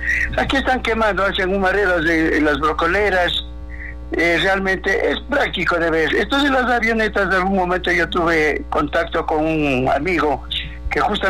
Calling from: Pastocalle, Cotopaxi, Ecuador; Hablo desde Pato Calle.

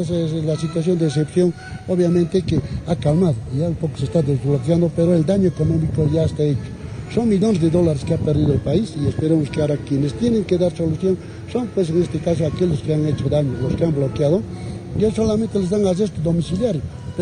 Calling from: Bolivia; nosotros como bolivianos

